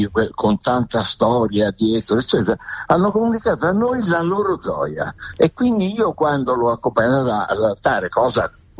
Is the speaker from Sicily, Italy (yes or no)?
yes; Catania, Sicily, Italy; Io sono catanese, ci sono tanti luoghi comuni